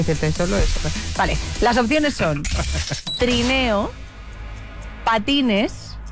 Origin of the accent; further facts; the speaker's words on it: Valencia, Valencian Community, Spain; Yo he comido una rozabanda brutal en mi tierra, claro, en Valencia.